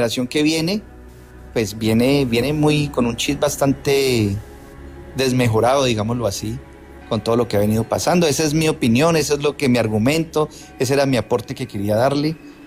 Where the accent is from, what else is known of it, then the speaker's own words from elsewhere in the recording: Cali, Valle del Cauca, Colombia; Yo soy de Cali, uh-huh. Te hablo desde Cali.